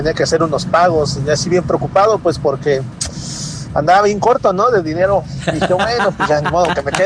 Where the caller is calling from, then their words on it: Jiutepec, Morelos, Mexico; de Jutepec.